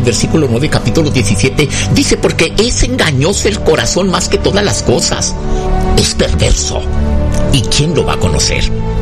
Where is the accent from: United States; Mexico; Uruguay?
Mexico; Como mexicanos, usted y yo muy bien sabemos eso